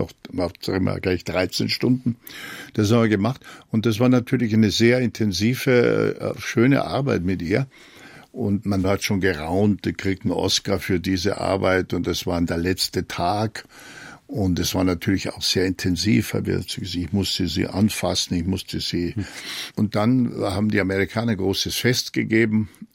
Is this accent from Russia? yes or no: no; Germany